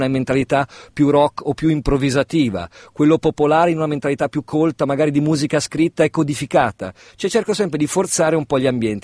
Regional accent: Udine, Friuli-Venezia Giulia, Italy; born there; No, sono nato all'est, sono nato a Udine.

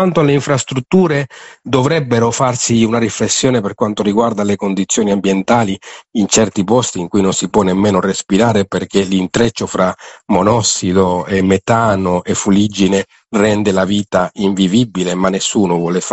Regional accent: Zulia, Venezuela; Ogni tanto parliamo un attimo del lago di Maracaibo, della conca del lago di Maracaibo, da dove vengo io, dove sono stato poco fa, lì a scrivere.

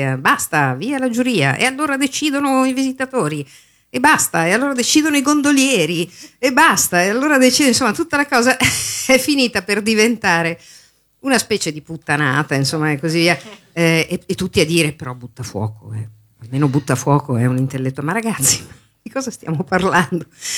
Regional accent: Milan, Lombardy, Italy; Io subito tempo e denaro perché sono di Milano

